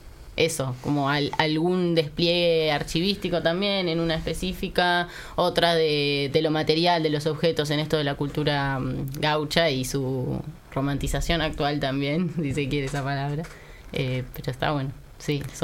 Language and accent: Spanish; Uruguay; como todos somos uruguayos